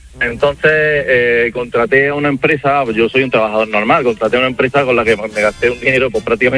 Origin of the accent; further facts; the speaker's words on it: Granada, Andalusia, Spain; Yo soy de Granada y salimos de un sitio que seguramente conocerás bien, que es el Mirador de San Miguel Alto.